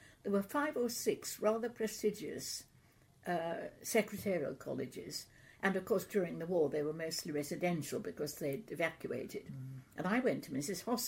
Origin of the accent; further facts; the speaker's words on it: Leek, West Midlands, United Kingdom; also born or lived in Brockmoor / Hanley; I was born in Brockmoor Vicarage. I think it's now called West Midlands. It's somewhere near, between Dudley and Starbridge. And then we moved to Leek, which was absolutely glorious, in the moorlands, in North Staffordshire.